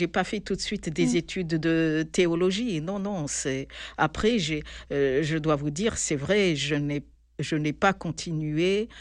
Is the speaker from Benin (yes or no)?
no; Madagascar; moved away as an adult; also born or lived in Aix-en-Provence; now in Grignan, France; je suis malgache, je viens de Madagascar. Et je suis venue, donc après mon bac, j'ai passé mon bac à Madagascar, à Antananarivo. Et je suis arrivée, en fait, ici à Aix-en-Provence, et pour faire des études de philosophie.